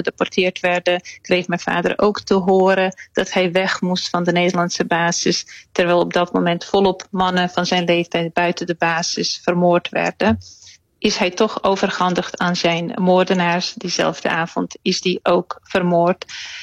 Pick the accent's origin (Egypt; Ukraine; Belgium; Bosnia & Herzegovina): Bosnia & Herzegovina; Srebrenica, Republika Srpska; now in Netherlands; Kijk, ik kom zelf uit Srebrenica. Ik heb de val meegemaakt.